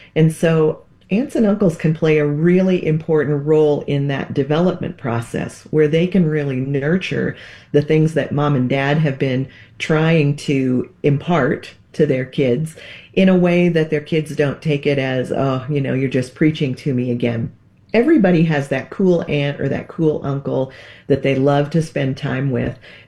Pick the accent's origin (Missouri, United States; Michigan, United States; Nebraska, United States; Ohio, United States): Nebraska, United States; born or raised there